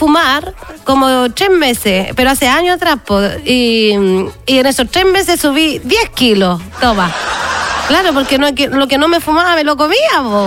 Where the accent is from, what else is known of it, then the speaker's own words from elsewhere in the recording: Chile; y como chileno hay que celebrar